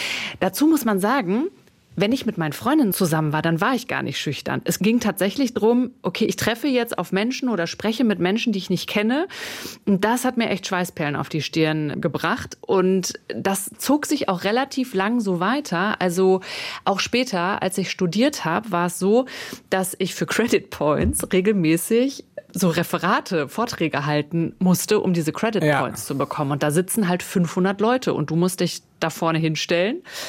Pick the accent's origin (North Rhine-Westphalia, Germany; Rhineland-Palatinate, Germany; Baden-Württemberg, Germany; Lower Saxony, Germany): North Rhine-Westphalia, Germany